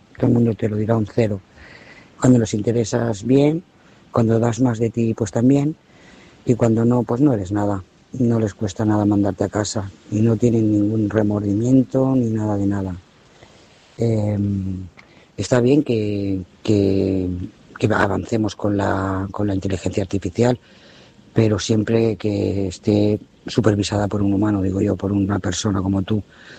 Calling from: Lloret de Mar, Catalonia, Spain; de Lloret de Mar.

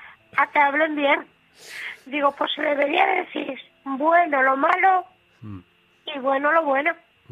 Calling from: Santander, Cantabria, Spain; De la capital

